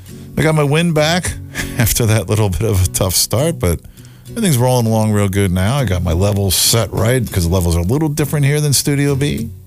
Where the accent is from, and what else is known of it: Tinicum, Pennsylvania, United States